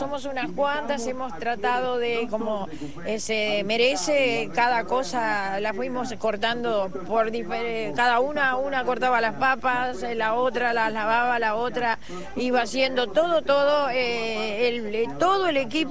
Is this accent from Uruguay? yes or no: yes; San José, Uruguay; now in Las Piedras, Uruguay; soy maragata, nací aquí en San José, pero hace 70 años que vivo en Las Piedras